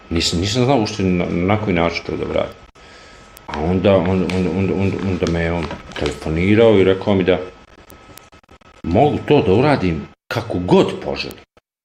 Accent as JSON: {"language": "Bosnian", "town": "Zenica", "region": "Federation of Bosnia and Herzegovina", "country": "Bosnia & Herzegovina", "tie": "born or raised there", "said": "Ja sam rastao u Zenici"}